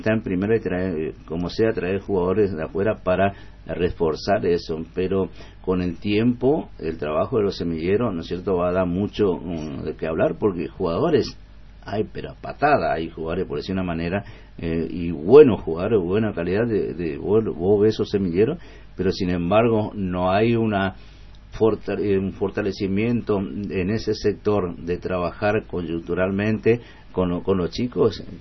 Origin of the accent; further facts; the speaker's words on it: Sarmiento, Argentina; yo soy de Sarmiento y me hago socio del club, pero para colaborar